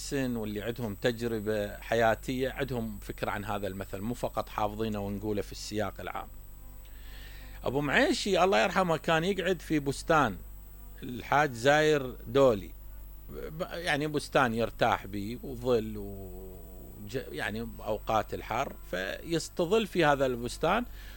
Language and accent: Arabic; Southern Iraq, Iraq; أكو مثل معروف عندنا في الجنوب، معروف عند أغلب العراقيين